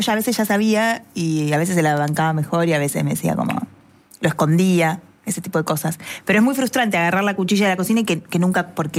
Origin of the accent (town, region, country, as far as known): La Dulce, Buenos Aires Province, Argentina; born or raised there